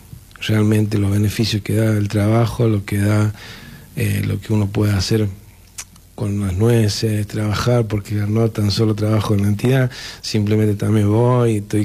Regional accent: Famatina, La Rioja, Argentina; Yo vengo de una familia pobre, sé lo que es la pobreza, ¿me entendés? Amo Famatina porque vengo de Famatina, en mi familia toda de Famatina.

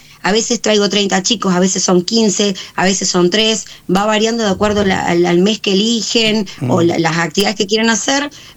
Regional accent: Santa Fe, Argentina; moved away as an adult; now in London, United Kingdom; nosotros allá en Santa Fe, en Argentina

